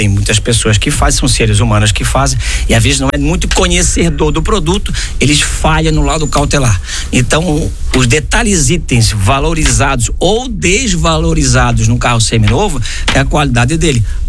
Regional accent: Brazil; Nós somos brasileiros

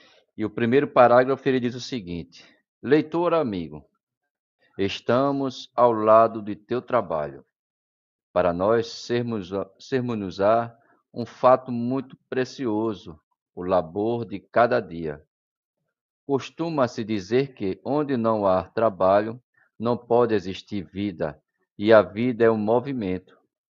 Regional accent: Recife, Pernambuco, Brazil; sou de Recife, Pernambuco.

